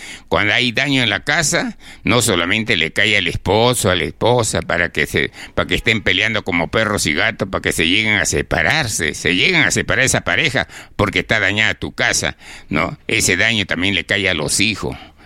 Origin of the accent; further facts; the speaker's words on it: Chiclayo, Lambayeque, Peru; moved away; yo me he criado con mi abuelo … que me enseñó este trabajo allá en Chiclayo, en mi tierra.